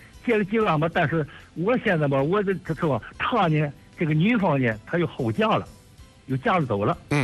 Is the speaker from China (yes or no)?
yes; Changzhou, Jiangsu, China; 我是常州的。